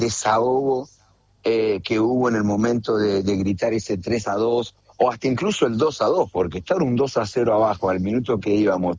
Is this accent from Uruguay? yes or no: no; Argentina; Pero no, nada, hoy somos todos argentinos.